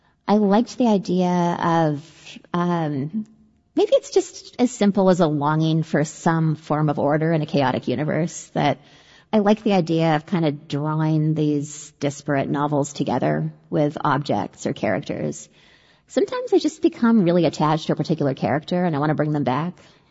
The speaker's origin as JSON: {"language": "English", "town": "Denman Island", "region": "British Columbia", "country": "Canada", "tie": "born or raised there"}